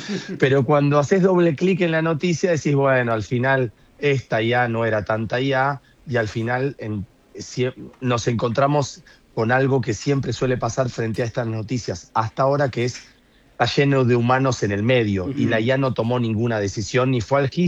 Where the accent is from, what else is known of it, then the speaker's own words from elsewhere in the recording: Neuquén, Argentina; yo soy neuquino